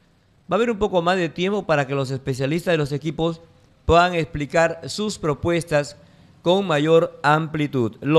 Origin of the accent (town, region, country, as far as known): Peru